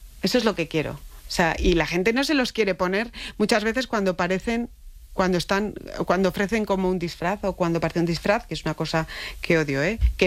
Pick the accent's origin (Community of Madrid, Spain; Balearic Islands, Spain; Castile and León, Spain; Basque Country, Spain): Community of Madrid, Spain; Madrid; yo me siento súper madrileña y mi padre es gallego y mi madre es vasca.